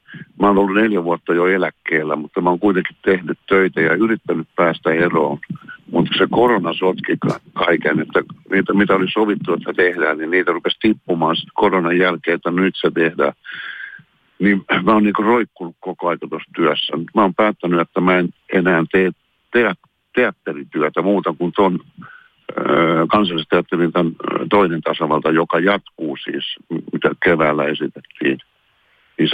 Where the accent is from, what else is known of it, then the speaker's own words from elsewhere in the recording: Tampere, Pirkanmaa, Finland; moved away as an adult; also born or lived in Lappeenranta / Kangasala; now in Helsinki, Finland; Mä oon käynyt kansakoulun ja oppikoulun Tampereella. Eli mä 6-vuotiaana muutin Tampereelle Lappeenrannasta tai sieltä päin. Ja sitten menin teatterikouluun 19-vuotiaana.